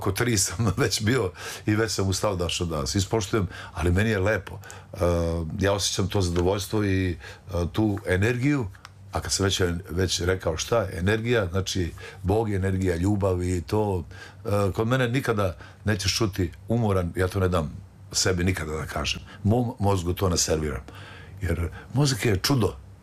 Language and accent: Serbian; Loznica, Šumadija and Western Serbia, Serbia; ja sam inače Lozničanin, rođen sam u Loznici